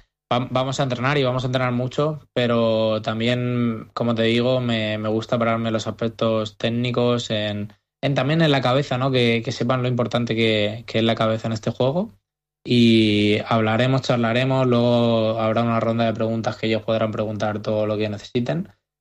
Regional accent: Alicante, Valencian Community, Spain; ellos son argentinos y yo soy de aquí, de Alicante, y les mando un abrazo

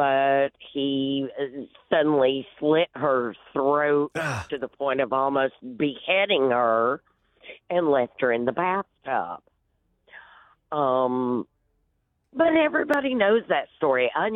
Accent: Chattanooga, Tennessee, United States; I was born and raised here in Chattanooga.

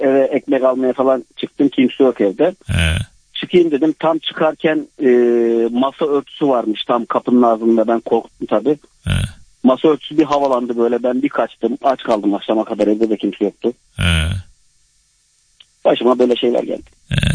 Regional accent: Samsun, Turkey; born there; Samsun'dan arıyorum.

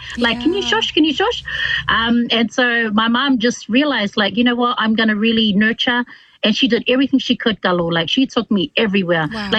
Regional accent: Samoa; I come from Samoa, the villages, Nu'usutia Safata, Gengikua, Mota'a, Iwa Sava'i, and also Faliliman Iwa.

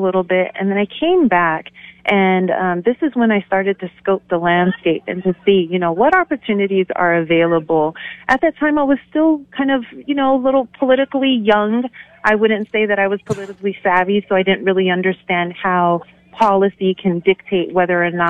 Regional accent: California, United States; now in New Mexico, United States; do consider myself a New Mexican after being here since, 97? So that's almost 30 years now. Yeah, I came from California. I went to Sandia High School.

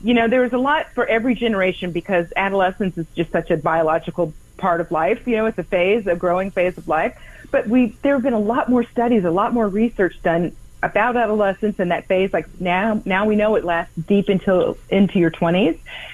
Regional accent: Houston, Texas, United States; Well, I grew up in Houston, my formative years

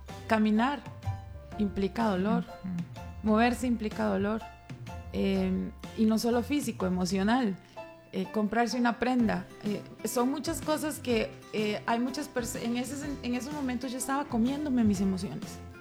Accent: Alajuela, Costa Rica; soy de Alajuela.

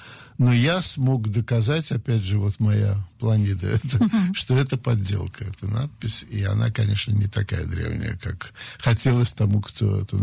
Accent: Saint Petersburg, Russia; Слушайте, я мальчик питерский, занимался карате, прошел русскую армию советскую, вообще командиром танка был

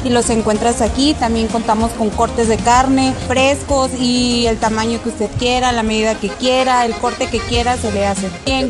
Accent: Veracruz, Mexico; Yo soy de Veracruz, estoy trayendo mucho platillos veracruzanos

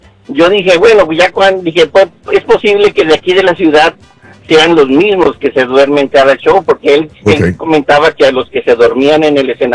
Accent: Reynosa, Tamaulipas, Mexico; Yo soy de Reynosa.

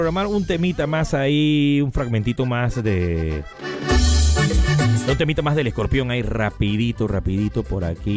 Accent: Interior of Panama, Panama; apoye a mi tierra, apoye a mi gente interiorana.

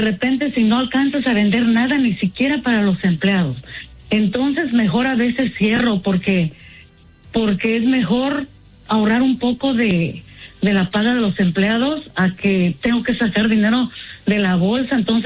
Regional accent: Oaxaca, Mexico; Yo soy de la Mixteca de Oaxaca, entonces las tortillas son hechas a mano

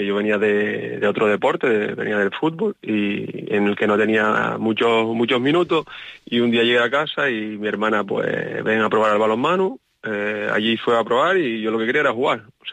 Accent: Canary Islands, Spain; moved away; also born or lived in Pontevedra; soy canario y canarión

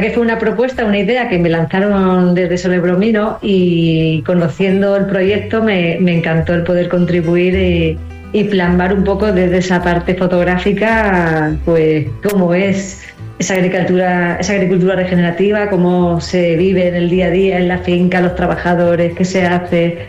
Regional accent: Huéscar, Andalusia, Spain; Aquí andamos por mi tierra.

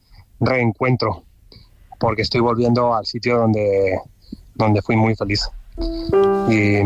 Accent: Balearic Islands, Spain; Yo soy el mallorquín del que él os habló hace unos días, que conoció a su hermana en Hawái. Y os hablo desde aquí, desde Hawái.

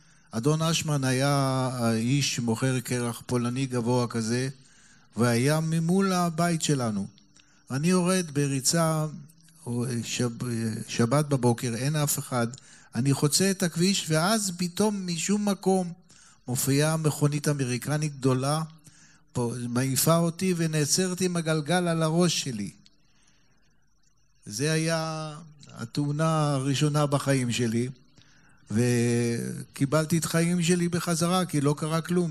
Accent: Haifa, Haifa District, Israel; אני נולדתי בפלסטינה עוד לפני מדינת ישראל, בתחילת המרי נגד הבריטים, מלחמת העולם העיצומה, ושנות החיפה, חיפה של שנות 40

